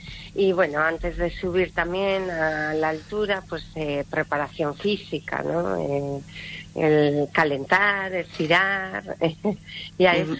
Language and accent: Spanish; Valladolid, Castile and León, Spain; moved away; also born or lived in Madrid, Spain / London, United Kingdom; y ahí soy de Valladolid. En Valladolid había una asociación de malabaristas y bueno, me empecé por ahí, tendría 14, 15 años, y luego ya fui a Madrid en el 99 a estudiar.